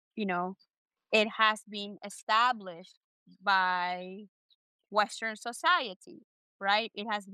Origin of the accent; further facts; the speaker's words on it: Colombia; moved away; growing up in Colombia